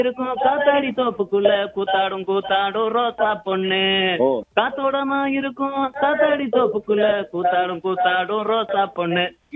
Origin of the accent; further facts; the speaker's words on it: Tamil Nadu, India; நான் தமிழ்நாட்டுல இருந்து வந்திருக்கேன், நான் தமிழ் மண்ணில பிறந்தவன், தமிழ் மட்டும் தான் பண்ணுவேன்.